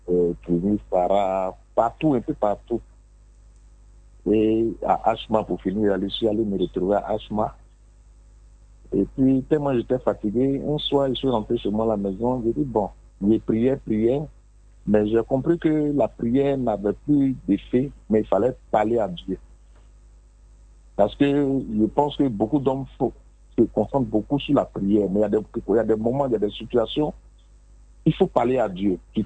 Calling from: Port-Bouët, Abidjan, Côte d’Ivoire; De … Port-Boué.

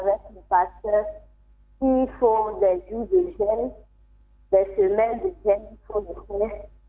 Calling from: Abidjan, Côte d’Ivoire; Je vous appelle de Plateau.

